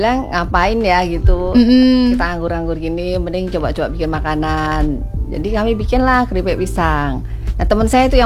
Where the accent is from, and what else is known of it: Tanjung Pinang, Riau Islands, Indonesia; born there; also born or lived in Klaten, Central Java / Solo, Central Java